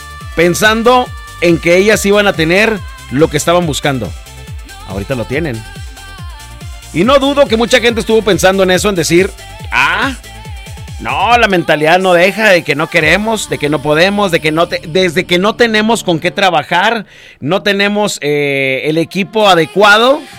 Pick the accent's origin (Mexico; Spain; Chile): Mexico